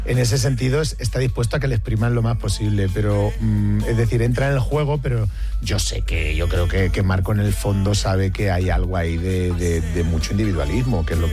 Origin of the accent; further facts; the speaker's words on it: Getafe, Community of Madrid, Spain; Yo vengo de Getafe.